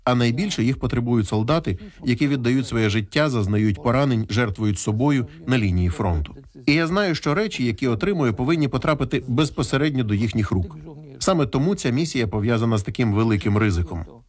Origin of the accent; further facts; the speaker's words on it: Poland; Ukrainian is a second language; І передаю вітання, тому що я поляк.